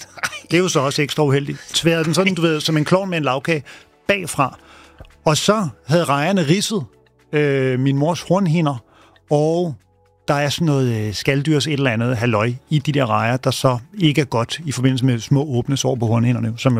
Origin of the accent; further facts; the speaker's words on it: Hørsholm, Capital Region of Denmark, Denmark; hvor jeg voksede op i Ådalsparken, hvor min mor og jeg boede.